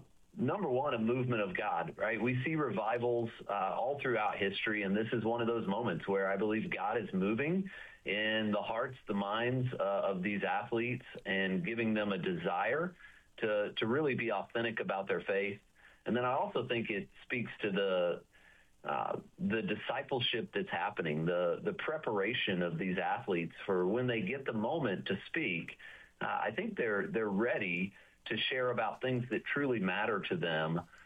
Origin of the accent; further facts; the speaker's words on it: Amarillo, Texas, United States; moved away as an adult; now in Maryland, United States; Amarillo, Texas.